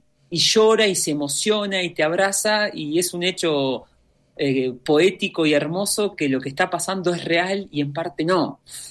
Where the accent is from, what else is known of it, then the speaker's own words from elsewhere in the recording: Argentina; Nosotros venimos de Argentina